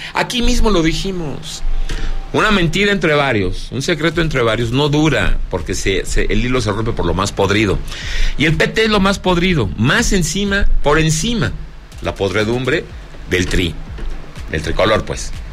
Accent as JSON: {"language": "Spanish", "region": "Mexico City", "country": "Mexico", "tie": "born there", "moved": "yes", "lives_now": "Zacatecas, Mexico", "said": "soy más zacatecano que muchos, ¿eh? Y un zacatecano nace donde se le pega con gana. Yo nací en la Ciudad de México, de hecho nací en Noruega, pero me trajeron, o sea, en Bélgica, de ahí te encargo el gentilicio, me vine a vivir por gusto a Zacatecas, por no decir huyendo de la policía, y estoy aquí"}